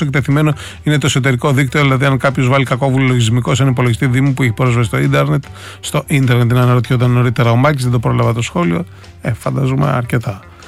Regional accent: Greece; ώρες-ώρες ντρέπομαι που είμαι Έλληνας.

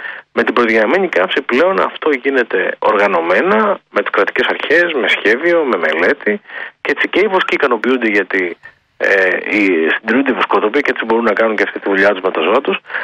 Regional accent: Kalavryta, Western Greece, Greece; κατάγομαι από τα Καλάβρητα.

